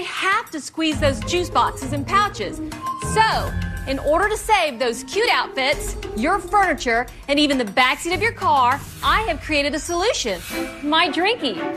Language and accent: English; Austin, Texas, United States; I'm from Austin, Texas.